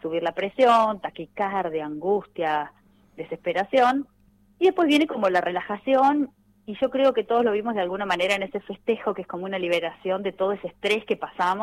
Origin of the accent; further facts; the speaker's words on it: Argentina; La verdad que como argentinos lo vivimos muy muy visceralmente.